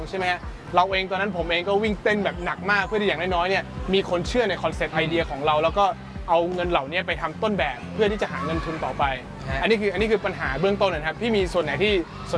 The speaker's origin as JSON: {"language": "Thai", "town": "Ko Samui", "region": "Surat Thani", "country": "Thailand", "said": "แล้วผมเป็นคนชาวสมุยผมต้องเล่าให้พี่ฟังนะผมเป็นชาวสมุยที่สมุยเนี่ยมันเป็นเมืองท่องเที่ยวมันไม่ใช่เมืองของ IT เท่าไหร่"}